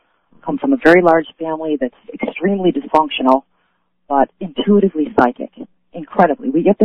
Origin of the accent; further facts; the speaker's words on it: Niagara Falls, New York, United States; now in Lewiston, United States; All my life, I grew up in Niagara Falls. I live out here in a suburb now.